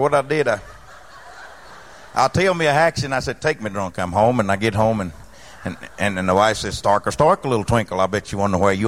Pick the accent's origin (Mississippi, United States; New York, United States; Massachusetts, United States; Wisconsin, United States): Mississippi, United States; There's a little song here about a little state next to my home state of Mississippi in the bio country of Louisiana.